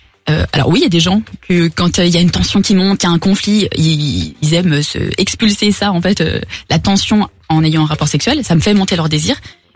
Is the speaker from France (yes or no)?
yes; Bourgogne-Franche-Comté, France; moved away; je viens de Bourgogne de base.